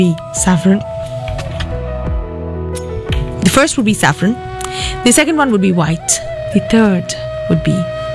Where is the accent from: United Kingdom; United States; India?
India; Being an Indian